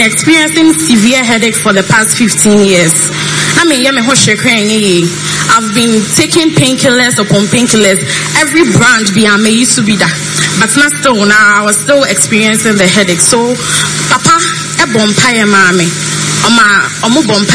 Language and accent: English; Ashaiman, Greater Accra, Ghana; I'm from Ashaman.